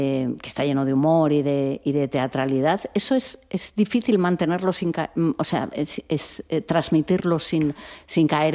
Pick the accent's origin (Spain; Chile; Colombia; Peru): Spain; No, porque soy español, no soy extranjero.